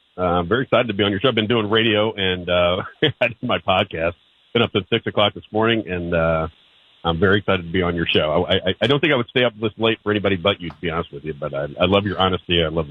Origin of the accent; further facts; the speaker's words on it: St. Louis, Missouri, United States; You know, I'm from St. Louis, so I wanted to be a sports broadcaster